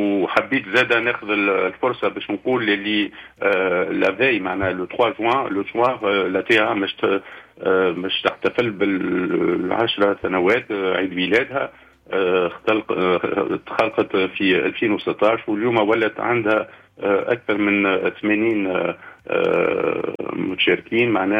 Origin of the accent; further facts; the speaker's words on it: Tunisia; احنا في كتونس